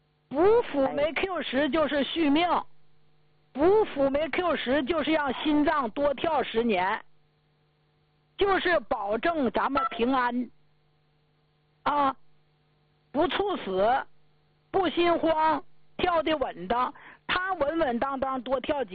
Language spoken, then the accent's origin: Chinese; Jilin, China; 我在咱们老家吉林讲课七年